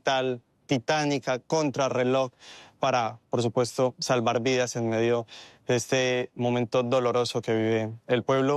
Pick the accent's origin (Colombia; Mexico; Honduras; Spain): Colombia; aunque soy colombiano